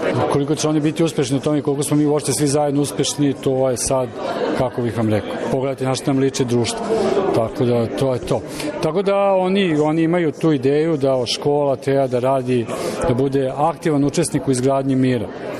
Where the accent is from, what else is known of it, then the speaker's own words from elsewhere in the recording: Belgrade, Serbia; Dolazim iz Beograda.